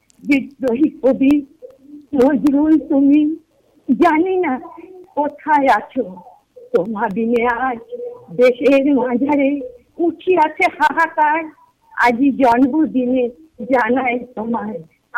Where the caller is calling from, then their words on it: Murshidabad, West Bengal, India; চাকরি মুর্শিদাবাদ থেকে বলছি।